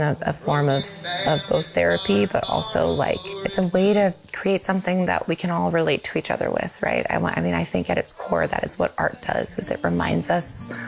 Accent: Alaska, United States; I am the director for Smart Song Circle. I grew up here in Alaska in a village called Sleep Mute.

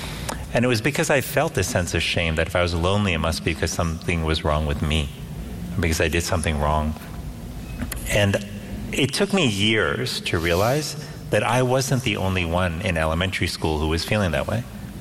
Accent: Miami, Florida, United States; I was born in Miami and brought up in Miami, they say, you don't really look like someone who's from Miami.

